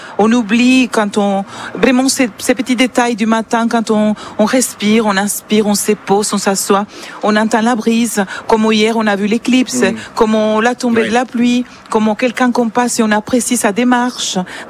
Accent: Santiago de Cuba, Cuba; moved away; ma ville s'appelle Santiago de Cuba. Je viens de Santiago de Cuba et on est vraiment à côté de Puerto Rico, Jamaïque, et Haïti et Saint-Domingue.

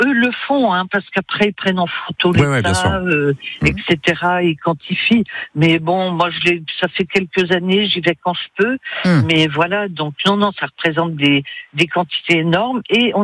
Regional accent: Nouvelle-Aquitaine, France; now in Angers, France; je suis d'Angers, originaire quand même des Deux-Sèvres.

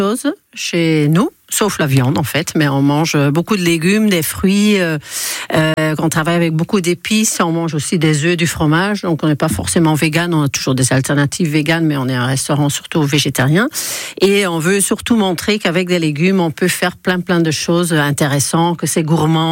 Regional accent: Belgium; moved away; je suis belge

